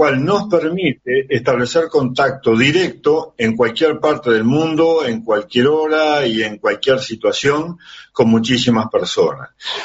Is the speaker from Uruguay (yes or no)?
yes; Canelones, Uruguay; yo soy de Canelones